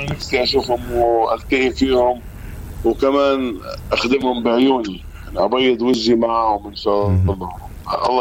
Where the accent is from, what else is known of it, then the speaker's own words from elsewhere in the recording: Farradiyya, Palestine; also born or lived in Lebanon; now in United Arab Emirates; أنا فلسطيني من مدينة فرادة إلى قضاء صفد. نعم. وطبعا احنا من فصيلة لبنان